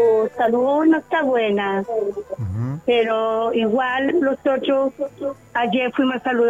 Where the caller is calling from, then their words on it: Coronel, Biobío, Chile; acá de Los Jardines de Coronel.